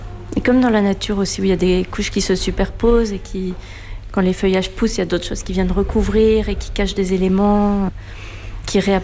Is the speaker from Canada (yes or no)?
no; France; moved away as an adult; also born or lived in Brussels; Je suis française, ouais. J'ai habité à Bruxelles pendant 17 ans et je suis retournée en France